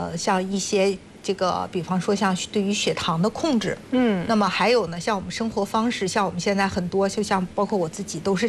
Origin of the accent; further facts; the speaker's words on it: China; 我们中国人